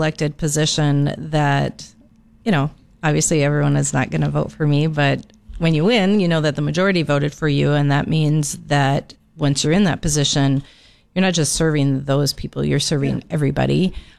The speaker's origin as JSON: {"language": "English", "town": "Moorhead", "region": "Minnesota", "country": "United States", "tie": "born or raised there", "said": "See, always tying it back to my hometown."}